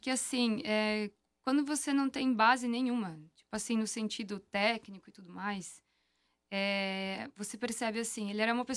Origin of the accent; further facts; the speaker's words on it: Brazil; moved away; estudei em Tamanduá, ali... Né, próximo à casa dos meus pais, lá no interior, ali, que meus pais são de São Luís, ali no interior. E foi onde eu cresci, é o lugar que eu amo, é o lugar que eu sempre vou querer voltar